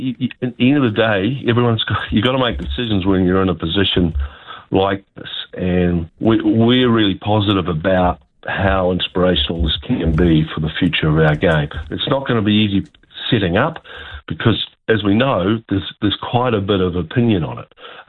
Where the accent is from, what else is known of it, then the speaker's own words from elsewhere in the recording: New Zealand; I'm a New Zealander. You know, I played for New Zealand